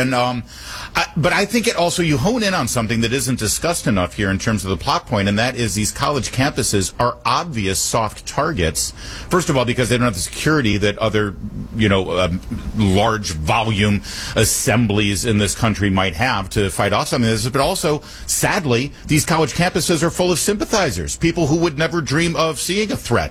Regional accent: Michigan, United States; moved away; I'm originally from Michigan, so I hold this near and dear to my heart.

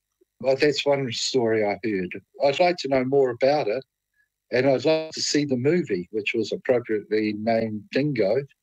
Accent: New Zealand; And as soon as he found out I was from New Zealand, he loves New Zealand oysters

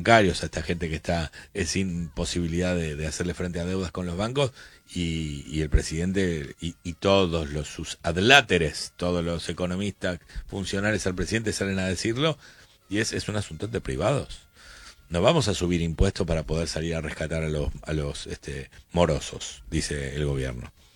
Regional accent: Argentina

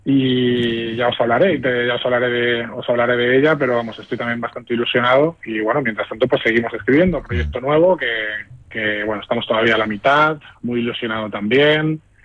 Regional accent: Fuenlabrada, Community of Madrid, Spain; Ahora Fuenlabrada, pues bueno, ya es una ciudad muy cosmopolita, más de 200.000 habitantes, vivimos aquí, y yo también soy de Fuenla, soy fuenlabreño

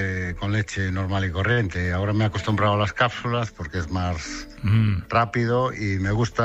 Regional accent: Galicia, Spain; Yo soy de la Mariña de Lugo, que es lo más gallego que se puede ser.

